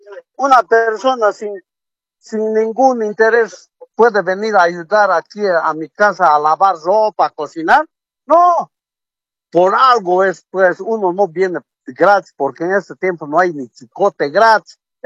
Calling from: Cochabamba, Bolivia; Estoy llamando de Cochabamba.

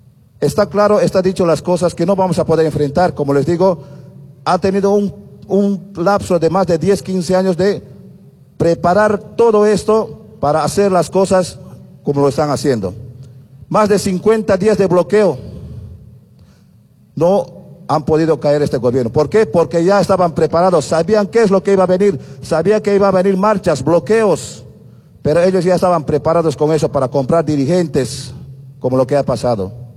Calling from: Bolivia; como persona, como transportista, como cualquier boliviano

